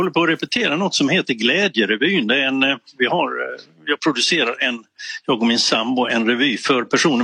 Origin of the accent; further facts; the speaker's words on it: Älmhult, Kronoberg County, Sweden; moved away; jag växte upp i Älmhult